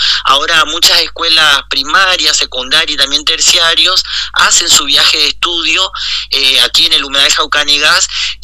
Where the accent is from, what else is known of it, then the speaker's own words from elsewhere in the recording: Las Toscas, Santa Fe, Argentina; Yo particularmente soy de Las Toscas